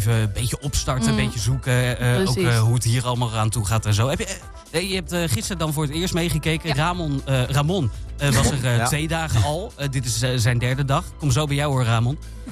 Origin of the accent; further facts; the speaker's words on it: Alphen aan den Rijn, South Holland, Netherlands; born there; ik ben een van de laatste van de generatie die echt geboren is in Alphen.